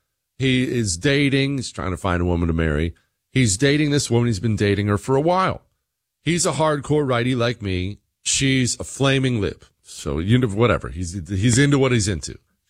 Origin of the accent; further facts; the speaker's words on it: Bozeman, Montana, United States; I grew up in Bozeman, Montana. It was relatively crime-free.